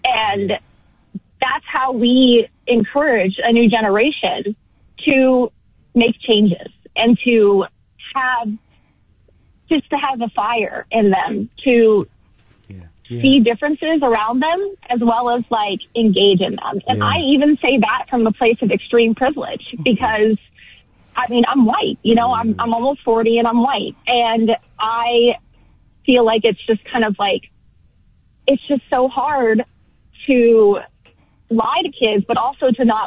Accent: Kentucky, United States; born there; also born or lived in Texas; now in San Francisco, United States; I was born in Kentucky, lived in Texas for 10 plus years.

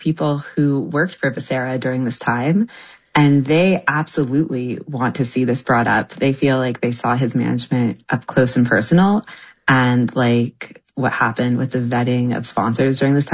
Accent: California, United States; and I'm from California. My family is all out there

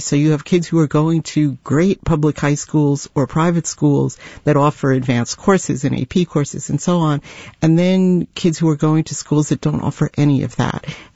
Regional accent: New York, United States; I mean, as a New Yorker, it's not like people run around saying, you know, I went to SUNY Albany.

